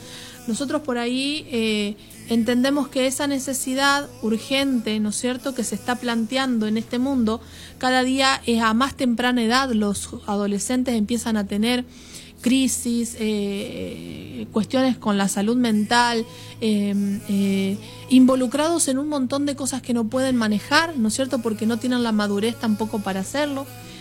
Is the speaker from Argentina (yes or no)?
yes; Argentina; hasta cuándo como argentino vamos a estar esperando que otro lo haga